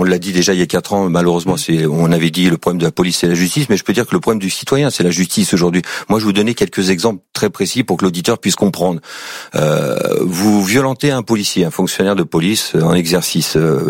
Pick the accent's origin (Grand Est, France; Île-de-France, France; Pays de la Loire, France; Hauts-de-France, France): Île-de-France, France; Je fais partie des citoyens qui sont issus des quartiers sensibles. Je suis issu de Seine-Saint-Denis du 93. Mes parents y habitent toujours dans des cités HLM.